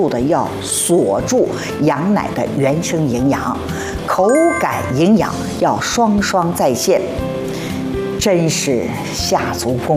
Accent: Shanghai, China; 我们上海话叫咖喱

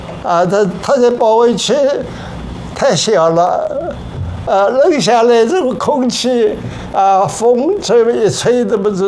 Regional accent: Jiangnan, China; 解放战争中间整整三年在山东，我们是江南人，都吃大米的

